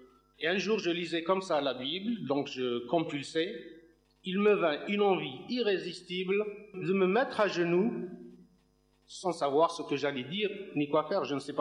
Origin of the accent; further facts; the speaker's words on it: Algeria; born there